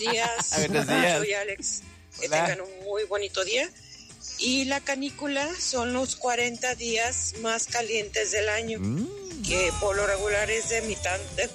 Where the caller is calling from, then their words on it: Puerto Vallarta, Jalisco, Mexico; Yo que soy de costa, de Vallarta